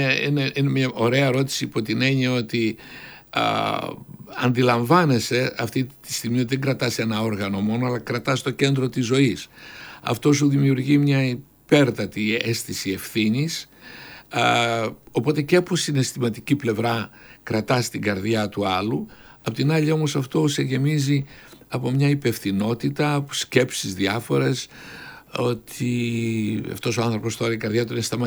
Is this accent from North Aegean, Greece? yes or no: yes; Polichnitos, North Aegean, Greece; born there; Γεννήθηκα στον Πολυχνίο της Μυτιλίνης, ένα χωριό ωραιότατο τότε.